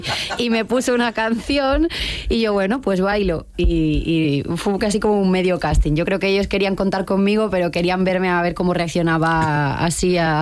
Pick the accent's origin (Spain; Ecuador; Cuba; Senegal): Spain; Galicia; como gallega conozco las verbenas